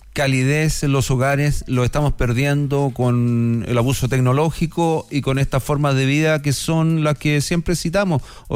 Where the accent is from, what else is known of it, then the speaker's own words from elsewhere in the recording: Valparaíso, Chile; me quedé corto siendo porteño.